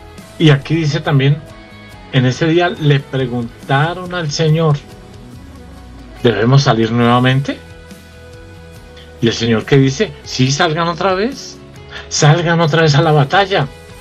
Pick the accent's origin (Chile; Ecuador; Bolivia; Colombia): Colombia; Nos duele como colombianos